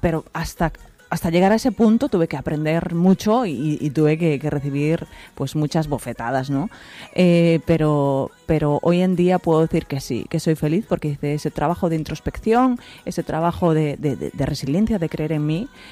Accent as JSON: {"language": "Spanish", "town": "Tomiño", "region": "Galicia", "country": "Spain", "moved": "as an adult", "lives_now": "Miami, United States", "said": "yo soy gallega, pero estoy en Miami"}